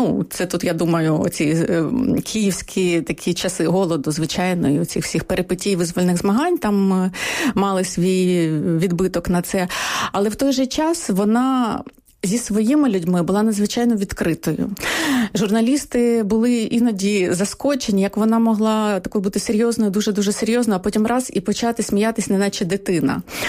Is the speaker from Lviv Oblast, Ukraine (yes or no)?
no; Kyiv, Ukraine; От я теж киянка, і теж за мамою у мене тут багато поколінь були кияни